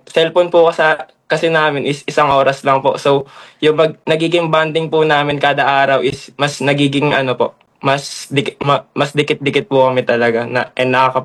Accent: Pasig, Metro Manila, Philippines; Taga Pasig po ako, from Pasig City po.

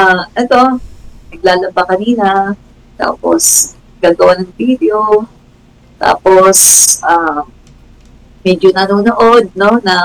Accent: Mindanao, Philippines; hindi namin alam si Duterte, pero taga Mindanao kami ah. Nag-migrate na lang.

